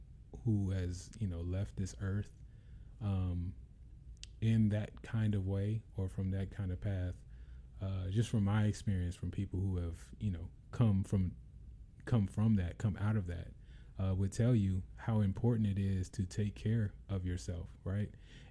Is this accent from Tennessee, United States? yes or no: yes; Memphis, Tennessee, United States; yeah, I'm from Memphis.